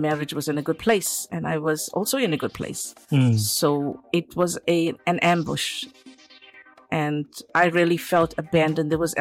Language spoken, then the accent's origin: English; South Africa; born there